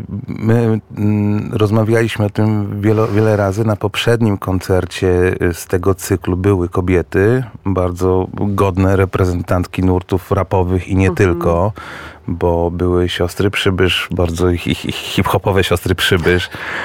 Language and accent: Polish; Szczecin, West Pomeranian Voivodeship, Poland; jesteśmy z tego obaj bardzo dumni jako szczecinianie